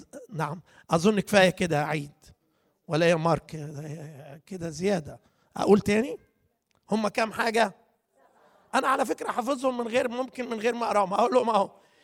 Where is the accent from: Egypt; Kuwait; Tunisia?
Egypt; أنا جاي من مصر على فكرة، مسافر.